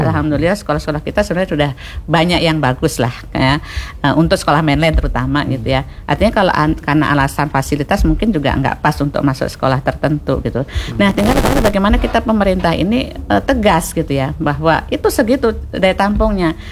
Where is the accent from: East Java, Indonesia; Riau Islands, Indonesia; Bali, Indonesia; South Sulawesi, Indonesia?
Riau Islands, Indonesia; Tanjung Pinang; karena saya orang Tanjung Pinang